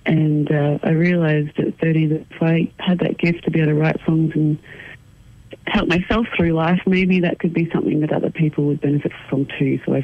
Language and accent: English; Metung, Victoria, Australia; Meetung, it's a water lake district in East Gippsland in Victoria.